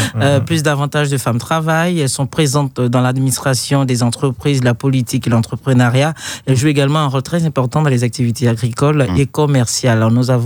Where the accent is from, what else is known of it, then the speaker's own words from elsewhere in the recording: Côte d’Ivoire; je suis une bonne Ivoirienne.